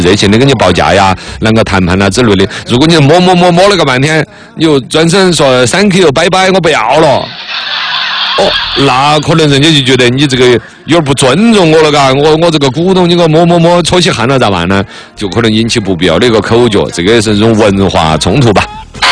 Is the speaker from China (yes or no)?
yes; Chengdu, Sichuan, China; 这个尤其我们成都人哈，因为成都的自来水水质在全国乃至于全世界绝对是排到 top 的顶尖的